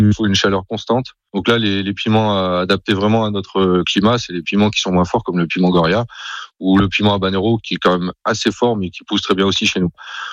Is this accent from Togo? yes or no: no; Auvergne-Rhône-Alpes, France; born there; Quand je suis attaché à l'Ardèche, je suis né ici en Ardèche.